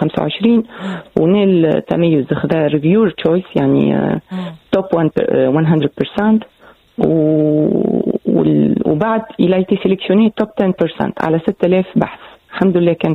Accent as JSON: {"language": "Arabic", "country": "Tunisia", "tie": "born or raised there", "said": "انا بنت تونس وقريت في تونس نعرف شنو التحديات الموجوده"}